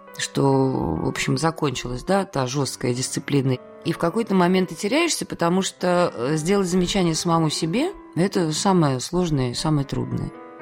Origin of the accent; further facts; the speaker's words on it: Moscow Oblast, Russia; moved away as an adult; also born or lived in Saratov; Я в Саратове никогда не жила, я уехала туда из Москвы. Потому что я жила под Москвой, и родители у меня жили там.